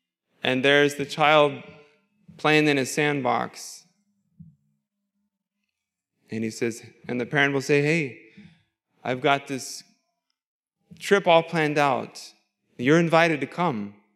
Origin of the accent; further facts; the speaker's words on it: Post Falls, Idaho, United States; I come from Post Falls, we know that there are families